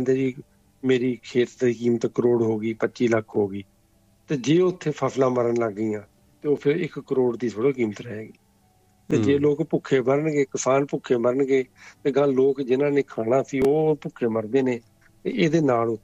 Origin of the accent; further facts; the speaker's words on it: Amritsar, Punjab, India; moved away as an adult; ਮੈਂ ਵੀ ਉਸੇ ਤੇ ਜੰਮਿਆ ਪੜਿਆ, 22 ਸਾਲ ਤੱਕ ਮੈਂ ਉੱਥੇ ਰਿਹਾ, ਇਦਾਂ ਦੀ ਹਨੇਰੀ ਚੱਕੜ ਕਦੀ ਨਹੀਂ ਵੇਖਿਆ।